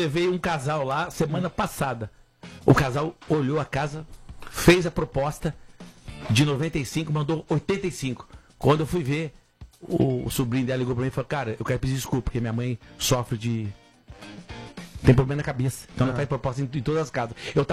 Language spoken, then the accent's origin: Portuguese; Rio de Janeiro, Brazil; eu sou carioca.